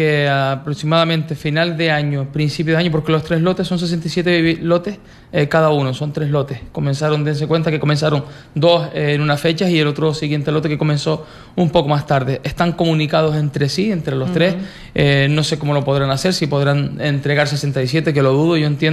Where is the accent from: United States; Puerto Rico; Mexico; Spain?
Spain; Arrecife, Canary Islands; vengo del barrio de Argana Alta